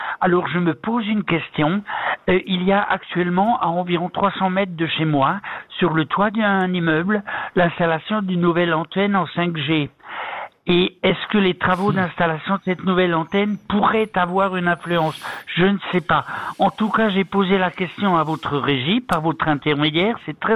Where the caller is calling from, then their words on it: Basel, Basel-Stadt, Switzerland; je suis de Bâle.